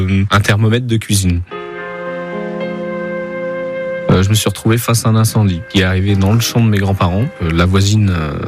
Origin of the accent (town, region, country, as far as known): Auvers-le-Hamon, Pays de la Loire, France; born or raised there